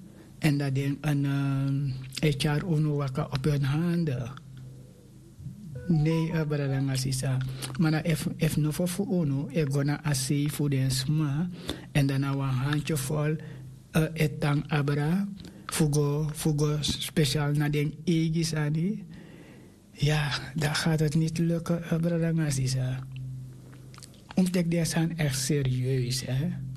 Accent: Suriname; born there; Afrikaanse mensen zijn wij, maar wij zijn geboren in Suriname.

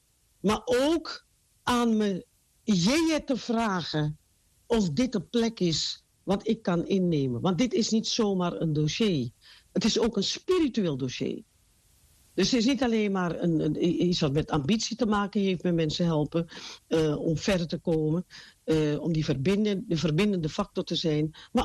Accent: Paramaribo, Suriname; now in Netherlands; Ik ben geboren in Abrabroodje in Suriname. Ik kom uit een van de armste wijken van Paramaribo.

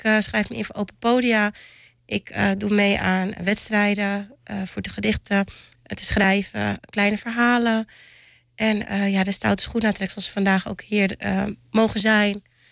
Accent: Almere, Flevoland, Netherlands; Ja, nou, ik ben een Almeerse. En ja, niet een geboren Almeerse.

